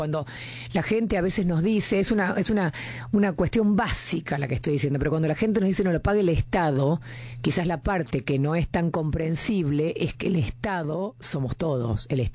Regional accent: Argentina; Yo pago impuestos acá, soy argentina, amo mi país

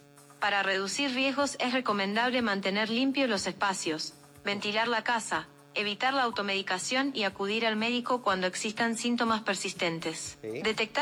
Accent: Argentina; now in Mexico; la argentina más mexicana.

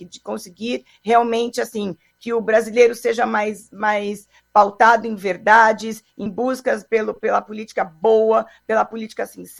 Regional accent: Brazil; Eu, como brasileira também, como vivo na população, que acredito acredito na política, que saio da minha casa para fazer esse voto.

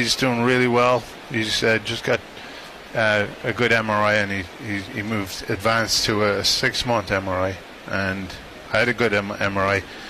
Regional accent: County Meath, Ireland; I'm from Meade, yeah, the opposite side.

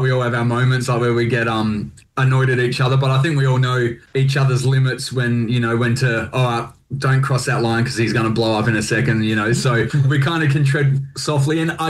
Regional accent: Collie, Western Australia, Australia; Yeah, we're originally from Western Australia. We're born and raised in a town called Collie, which was about 2 hours south of Perth.

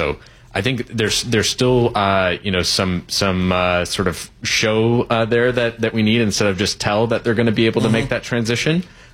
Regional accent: Michigan, United States; I grew up in Michigan, been around these companies a long time.

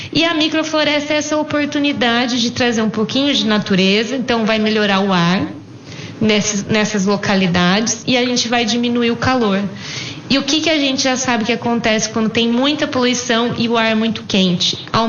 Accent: Americana, São Paulo, Brazil; Eu sou de Americana, a gente estava falando de festa do peão.

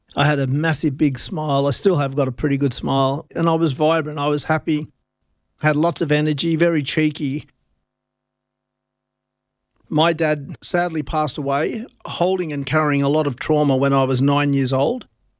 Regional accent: Wilcannia, New South Wales, Australia; born or raised there

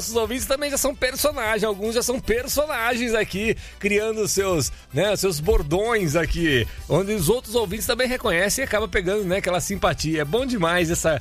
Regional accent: Araras, São Paulo, Brazil; moved away; mandar um bom dia aqui pro meu amigo lá em Araras, da minha terra natal

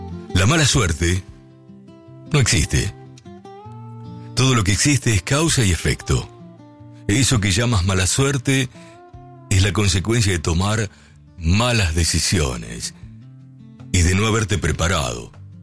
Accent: Lincoln, Buenos Aires Province, Argentina; now in Buenos Aires, Argentina; Yo cuando salí de mi ciudad de Lincoln, ya que está escuchando allí el amigo Carlitos, mi viejo me dijo, mirá, te voy a desear lo mejor, ya que te vayas a la ciudad de Buenos Aires, son 320 kilómetros de Lincoln a esta capital

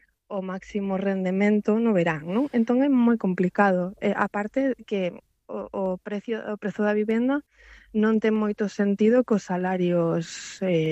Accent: Sanxenxo, Galicia, Spain; eu nacín tamén na Rúa Progreso, é un pouco unha ironía, non? Pero eu nunca me plantexei, o sea, quero dicir que sempre houbo esta dimensión superturística en Sanxenxo, sobre todo nos 90, non? Nos que eu era nena

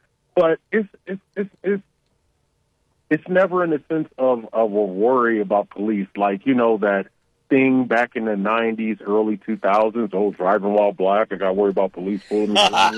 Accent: Akron, Ohio, United States; Oh, my best jobs were working at Six Flags Worlds of Adventure, also known as Six Flags Aurora.

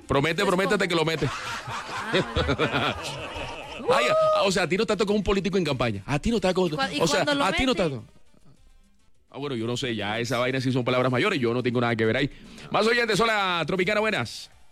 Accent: Caribbean coast, Colombia; nosotros en la costa

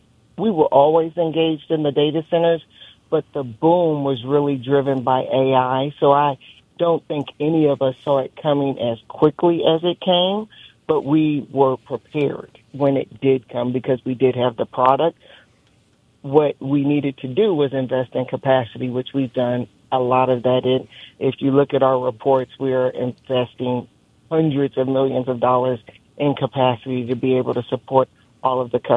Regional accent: Peoria, Illinois, United States; I was on a small little dead-end street right near Central High School.

